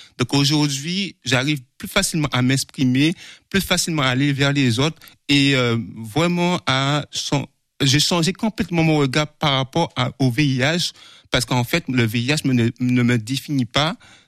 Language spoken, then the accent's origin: French; Guadeloupe; born there; Je suis né en Guadeloupe.